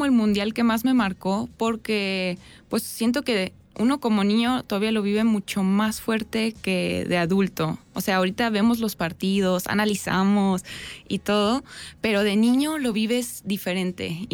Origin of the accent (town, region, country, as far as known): Germany; born or raised there